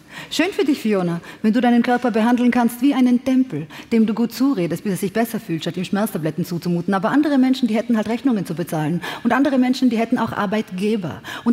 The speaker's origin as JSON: {"language": "German", "country": "Serbia", "said": "Und auf meiner Homepage, da steht, ich komme aus einem Ort namens Bička Materina ohne Autobahnanschluss in Serbien."}